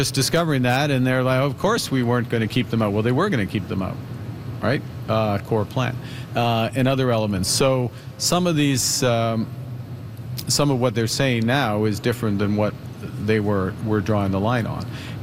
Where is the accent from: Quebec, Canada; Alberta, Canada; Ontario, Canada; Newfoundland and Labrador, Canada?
Alberta, Canada; Where I grew up in Alberta, those, you know, those are subcompacts.